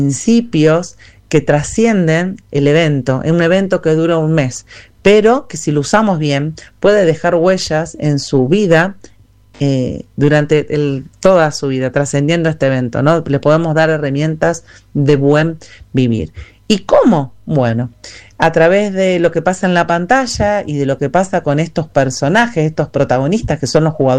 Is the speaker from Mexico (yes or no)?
no; Argentina; podemos hablar sobre el valor de nuestra identidad como argentinos